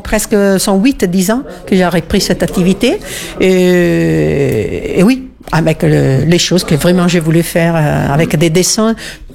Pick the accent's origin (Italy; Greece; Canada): Italy; accent: Italian; French is a second language; moved away as an adult; also born or lived in Rome; now in France; comme évident dans mon prononciation, je ne suis pas français, je suis italienne.